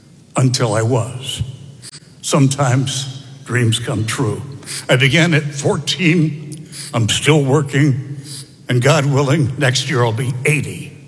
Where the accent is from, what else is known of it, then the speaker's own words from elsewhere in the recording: Dallas, Texas, United States; moved away; as a little grade school boy growing up in Dallas, Texas.